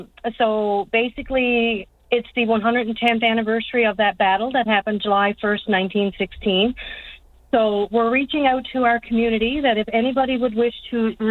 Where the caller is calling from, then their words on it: Grand Falls-Windsor, Newfoundland and Labrador, Canada; Actually, I'm calling from the Royal Canadian Legion Branch 12 in Grenfell's Windsor.